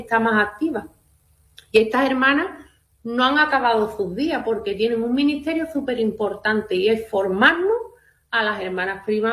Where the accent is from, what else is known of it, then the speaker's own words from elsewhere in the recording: Andalusia, Spain; Que nosotros estamos acostumbradas a nuestras comidas andaluzas.